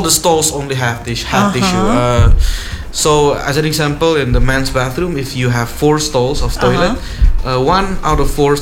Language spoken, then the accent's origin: English; Indonesia; I'm from another country. I'm not from around here. I'm from Indonesia, and I don't know much about this place.